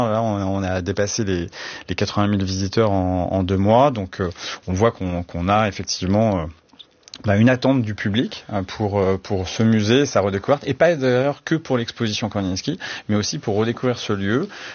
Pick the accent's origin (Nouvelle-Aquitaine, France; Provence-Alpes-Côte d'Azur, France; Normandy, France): Normandy, France; now in Lille, France; Moi je suis aussi venu à Lille pour ça, je suis pas lillois, je viens de Normandie